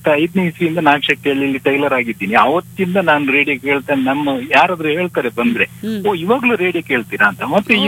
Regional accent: Karnataka, India; born there; ಹುಟ್ಟಿದರೆ ಕನ್ನಡ ನಾಡಿನಲ್ಲಿ ಹುಟ್ಟಬೇಕು. ನಾನು ಕನ್ನಡದಲ್ಲೇ ಹುಟ್ಟಿದವನು.

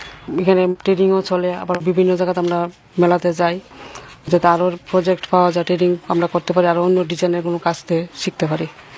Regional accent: Jibannagar, Khulna Division, Bangladesh; আমার বাড়ি জীবননগর বনকুমারী মালাকার পাড়া।

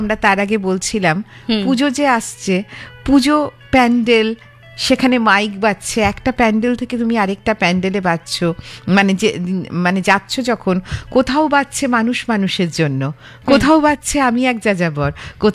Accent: West Bengal, India; আমরা দুজনেই বড় হয়েছি কলকাতা থেকে একটু দূরে মফস্বল শহরে।

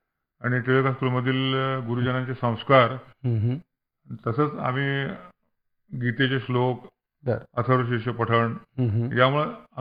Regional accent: Karad, Maharashtra, India; माझं बालपण कराडच्या 400 समोर पेठेतील पुसाळकरवाड्यामध्ये गेलं.

